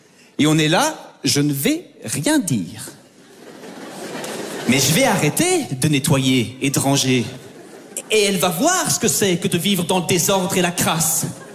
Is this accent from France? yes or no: no; Belgium; je suis belge, comme vous pouvez l'entendre à mon intérieur. Hein, au fait que je parle, moi, ben, normalement.